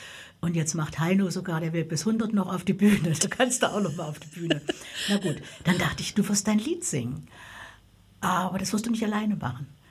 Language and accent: German; Eisenach, Thuringia, Germany; Ich bin hier groß geworden.